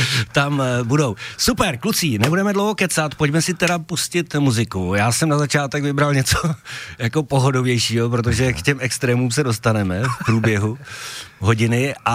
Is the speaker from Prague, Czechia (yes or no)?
yes; Prague, Czechia; accent: Prague